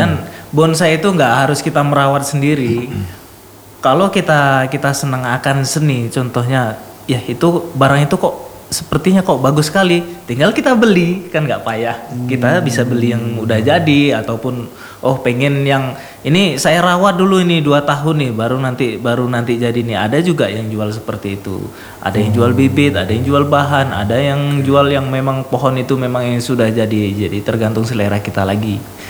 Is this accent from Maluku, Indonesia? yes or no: no; Stabat, North Sumatra, Indonesia; moved away; di kampung halaman saya, kebetulan di Stabat